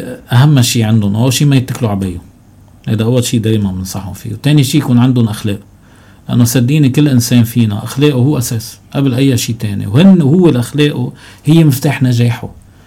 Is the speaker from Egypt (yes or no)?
no; Lebanon; امبارح كنت بضيعتي بتنوين